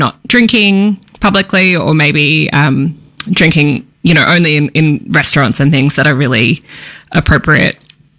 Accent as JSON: {"language": "English", "country": "Australia", "said": "I do feel like as an Australian, we're so spoiled with beaches here."}